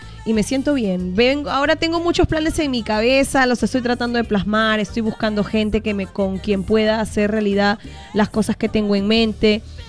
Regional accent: Peru; Los únicos que trabajamos pues de lunes a domingo en el ámbito musical somos Perú.

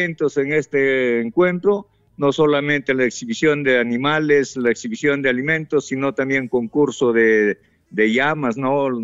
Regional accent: Quilcas, Junín, Peru; Yo no soy directamente de Comas, yo soy de la provincia de Huancayo, del distrito de Quilcas

